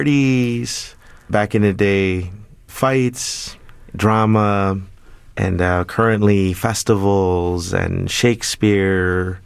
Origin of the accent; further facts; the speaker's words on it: Chicago, Illinois, United States; Growing up in Pilsen for close to 35 years